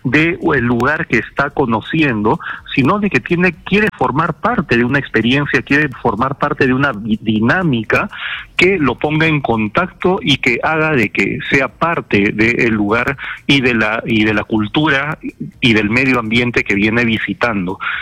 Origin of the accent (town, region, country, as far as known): Peru